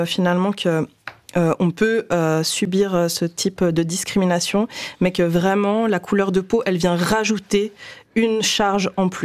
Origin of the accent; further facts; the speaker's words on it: Russia; et je parle russe. Et on m'a pas mal, surtout avant, maintenant plus, mais insulté sur le fait que je suis russe